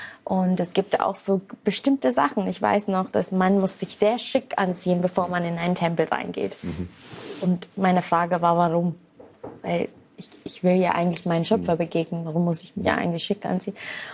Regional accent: Singapore; Ich bin ja aus Singapur und da haben wir unser eigener Hinduismus, würde ich sagen.

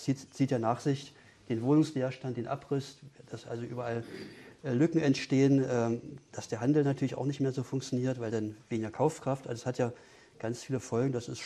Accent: Potsdam, Brandenburg, Germany; now in Dessau, Germany; ich komme eigentlich aus Potsdam.

